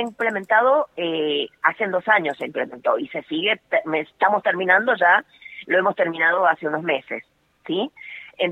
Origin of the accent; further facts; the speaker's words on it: San Juan, Argentina; Bueno, mi provincia es San Juan.